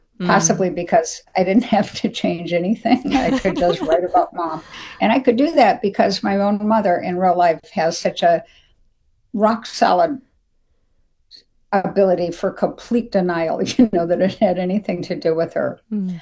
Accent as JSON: {"language": "English", "town": "Dayton", "region": "Ohio", "country": "United States", "tie": "born there", "moved": "yes", "said": "Yeah, I was born in Dayton. My grandparents lived in Cleveland and Youngstown. So, you know, Ohio is home sweet home in a way."}